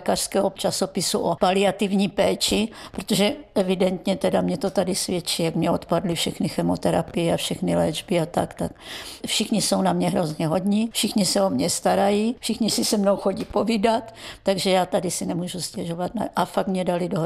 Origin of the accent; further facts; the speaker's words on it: Olomouc, Olomouc Region, Czechia; protože já jsem z Olomouce a když se řekne hospic, tak to je VIP, jo.